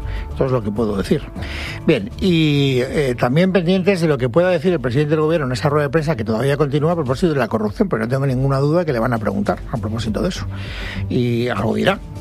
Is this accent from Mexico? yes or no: no; Spain; pues vivimos en España, somos españoles y lo que pueda pasar con nuestro país es prioritario.